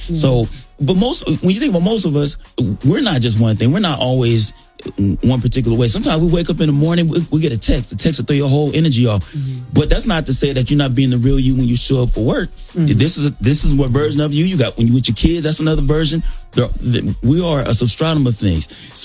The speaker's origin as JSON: {"language": "English", "town": "Los Angeles", "region": "California", "country": "United States", "tie": "born or raised there", "said": "LA. I'm from South Central LA."}